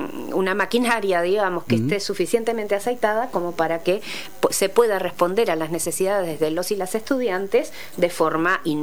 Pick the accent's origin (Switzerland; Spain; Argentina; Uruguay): Uruguay; Florida; soy oriunda de Florida, he trabajado la mayor parte de mi vida en Florida